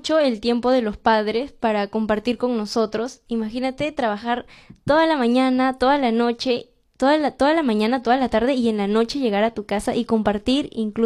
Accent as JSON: {"language": "Spanish", "area": "Villa El Salvador", "region": "Lima", "country": "Peru"}